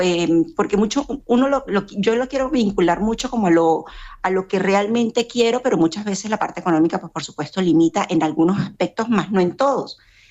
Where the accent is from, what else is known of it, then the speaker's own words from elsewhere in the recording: Venezuela; moved away as an adult; now in Lanzarote, Spain; Yo soy venezolana, las circunstancias nos obligaron, como muchas de nosotros, a conseguir realmente nuestras raíces, y nosotros pues decidimos mudarnos a España